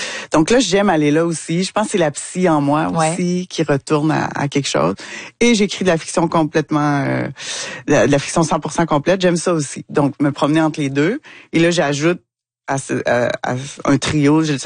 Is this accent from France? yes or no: no; Quebec, Canada; du Québec. Moi, je suis psychocriminologue et écrivaine. Et là, bon, j'avais changé un peu mon accent parce qu'il y a des gens qui avaient de la difficulté à me comprendre.